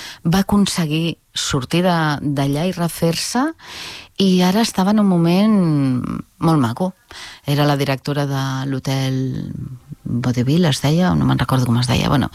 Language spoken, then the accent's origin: Catalan; Catalonia, Spain; Sí, molt més complicat. Però, a veure, és el meu idioma.